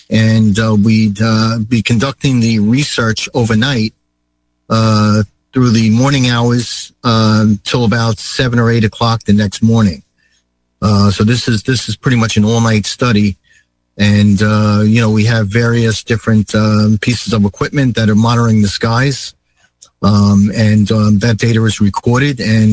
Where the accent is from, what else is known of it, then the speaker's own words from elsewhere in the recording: Long Island, New York, United States; We're both from Long Island. I'm in Holbrook area. Jerry's up in the Coram area. And we're out east of the city, New York City. And I'm close to the shore on the south side.